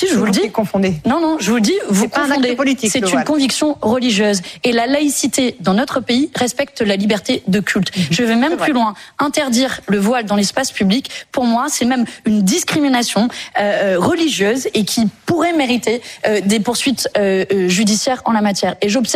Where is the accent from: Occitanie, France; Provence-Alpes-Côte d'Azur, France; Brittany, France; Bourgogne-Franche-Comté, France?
Provence-Alpes-Côte d'Azur, France; Fréjus; moved away; y compris là d'où je viens, à Fréjus.